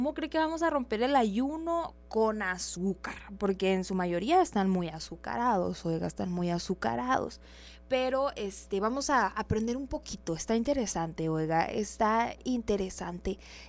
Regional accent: Sonora, Mexico; yo soy de Sonora.

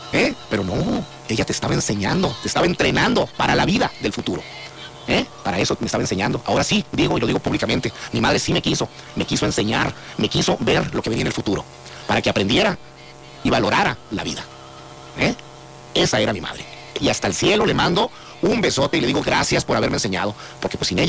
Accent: Navojoa, Sonora, Mexico; Me metía por la ventana así de madera, me acuerdo, en mi casa, allá en Abojoa.

